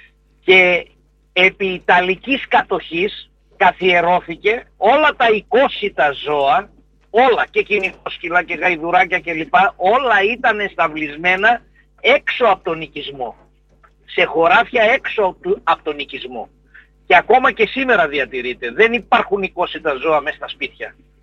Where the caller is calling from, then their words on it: Rhodes, South Aegean, Greece; στο χωριό μου στη Ρόδο